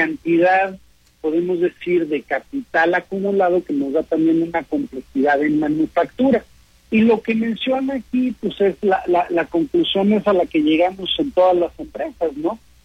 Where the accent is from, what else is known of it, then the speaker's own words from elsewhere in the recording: Mexico; como a veces vemos que en México tratamos de inventar